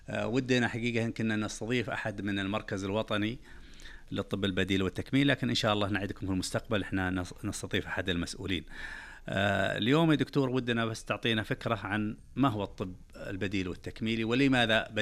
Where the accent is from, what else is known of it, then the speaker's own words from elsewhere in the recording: Saudi Arabia; طموحنا كسعوديين